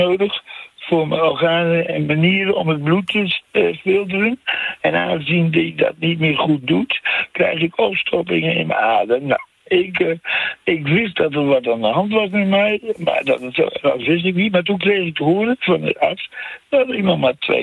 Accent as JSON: {"language": "Dutch", "region": "Groningen", "country": "Netherlands", "tie": "born or raised there", "also_born_or_lived": "Friesland", "lives_now": "The Hague, Netherlands"}